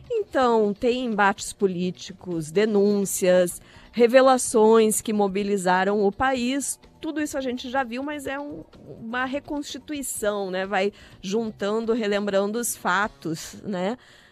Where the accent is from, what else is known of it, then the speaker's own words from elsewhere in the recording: Porto Alegre, Rio Grande do Sul, Brazil; born there; nasci em Porto Alegre, uma cidade sem, sim, praia, né?